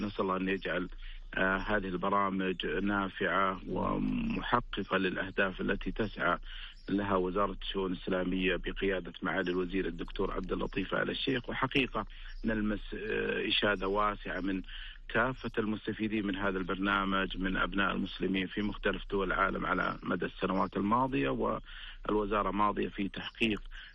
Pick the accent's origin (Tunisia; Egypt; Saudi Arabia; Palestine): Saudi Arabia; نفخر نحن كمواطنين سعوديين